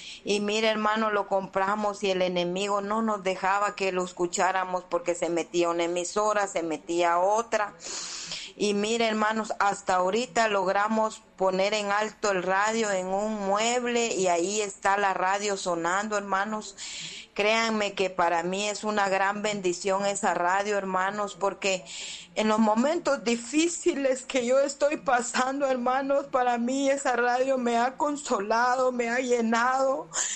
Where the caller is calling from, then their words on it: San Miguel Petapa, Guatemala Department, Guatemala; Aquí les hablo de San Miguel Petapa.